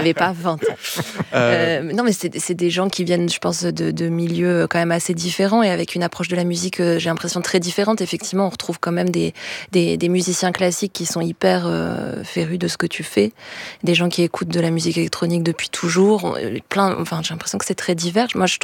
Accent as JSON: {"language": "French", "town": "Caen", "region": "Normandy", "country": "France", "tie": "born or raised there", "said": "j'ai grandi à Caen"}